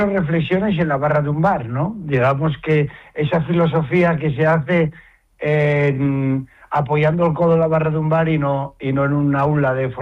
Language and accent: Spanish; Asturias, Spain; Me gusta llevar por bandera mi tierra, me gusta llevar la sidra por todos los sitios.